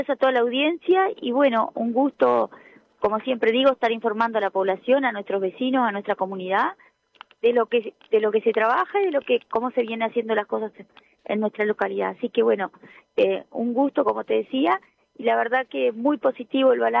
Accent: Vergara, Treinta y Tres, Uruguay; la gente de mi pueblo, de Vergara

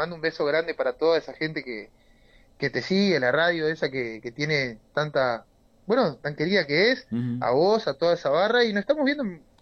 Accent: Salto, Uruguay; born there; also born or lived in Artigas; now in San Carlos, Uruguay; yo igual ahora estoy viviendo en San Carlos hace 4 años. Y la mayor parte de mi etapa la viví en Salto. Nací en Artigas, pero la cantidad de años que he vivido en Salto no lo he vivido en Artigas.

